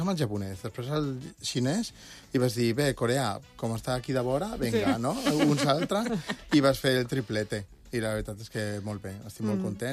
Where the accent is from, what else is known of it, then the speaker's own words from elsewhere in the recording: Barcelona, Catalonia, Spain; I, per exemple, jo, evidentment, se'm nota que som de Barcelona